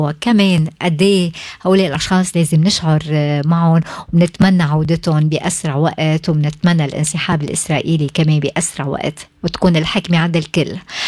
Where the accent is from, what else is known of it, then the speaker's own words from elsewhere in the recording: Zahle, Beqaa, Lebanon; now in Australia; حاولت انتقل يعني ونأمن عودتنا لأستراليا، انتقلت من مدينتي يعني من مدينة زحلة ورايحين على بيروت لحتى نسافر من بعدها.